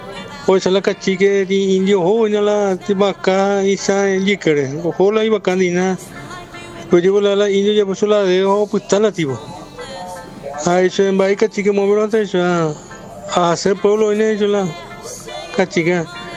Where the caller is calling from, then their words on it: Sajonia, Asunción, Paraguay; de Sajonia.